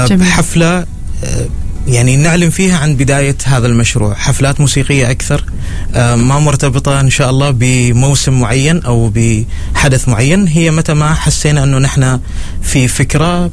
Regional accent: Oman; نمثل في البداية فيها نفسنا كعمانيين خليجيين

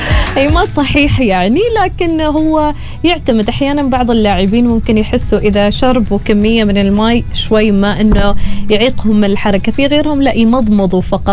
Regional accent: Oman; حتى عندنا في عمان

